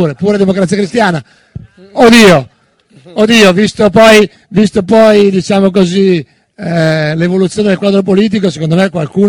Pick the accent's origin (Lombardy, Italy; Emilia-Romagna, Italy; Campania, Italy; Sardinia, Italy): Lombardy, Italy; accent: strongly Lombard; il mio accento fortemente lombardo